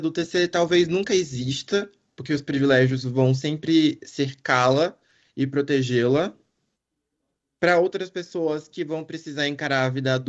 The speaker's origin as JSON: {"language": "Portuguese", "region": "Bahia", "country": "Brazil", "moved": "yes", "lives_now": "São Paulo, Brazil", "said": "quem muda de estado, como foi o meu caso, que eu sou baiano e hoje há 10 anos moro em São Paulo."}